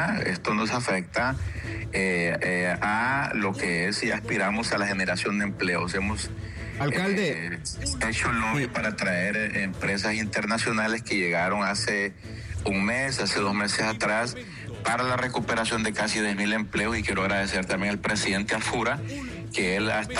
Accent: El Progreso, Yoro, Honduras; somos hondureños, somos progreseños.

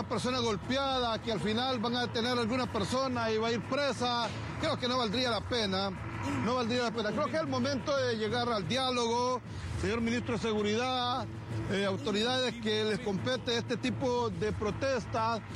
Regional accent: Honduras; somos hondureños todos, somos hermanos

